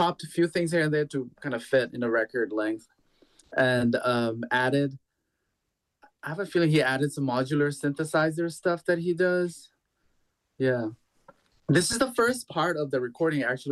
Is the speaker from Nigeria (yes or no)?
no; Bhutan; So I grew up in Bhutan.